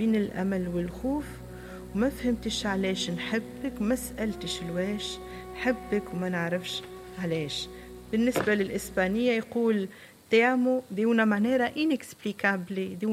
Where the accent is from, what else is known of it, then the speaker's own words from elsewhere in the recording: Tunisia; بلهجتنا التونسية